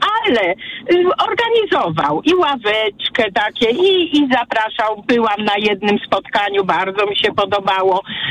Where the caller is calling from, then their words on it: Kraków, Lesser Poland, Poland; jestem z Krakowa